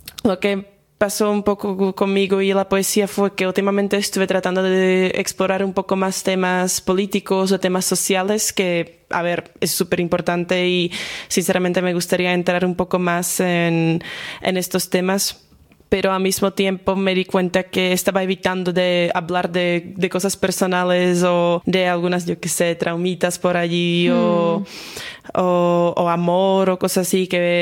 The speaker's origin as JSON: {"language": "Spanish", "country": "Slovakia", "second_language": "Spanish", "moved": "as an adult", "lives_now": "Granada, Spain", "said": "bueno, pues … estudio ahorita Ciencias Políticas y Derecho aquí en Granada, pero soy de Eslovaquia. Me mudé hace año y medio"}